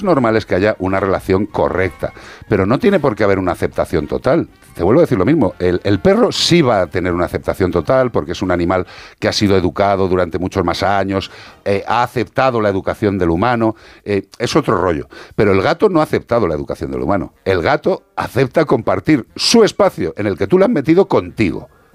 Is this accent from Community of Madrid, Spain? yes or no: yes; Madrid, Community of Madrid, Spain; born there; yo nací, yo nací en Madrid.